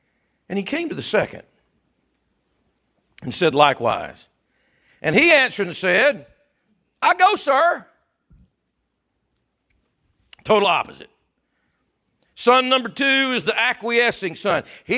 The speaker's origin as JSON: {"language": "English", "region": "Southern United States", "country": "United States", "tie": "born or raised there", "said": "I'm a Southerner, born and bred."}